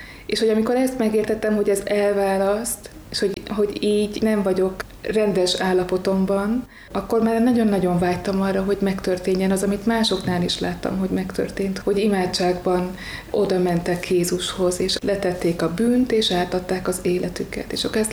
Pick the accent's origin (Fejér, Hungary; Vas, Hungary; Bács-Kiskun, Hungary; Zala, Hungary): Vas, Hungary; Vas County; moved away as an adult; now in Sopron, Hungary; Vas megyéből származom, egy kicsin településről